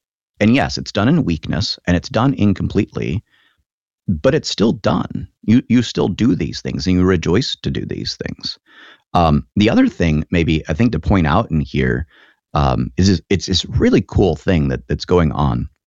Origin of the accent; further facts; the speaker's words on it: New Mexico, United States; now in Midwest, United States; So, I'm not a Midwesterner by birth or anything. I'm from New Mexico originally. But having been in the Midwest for a while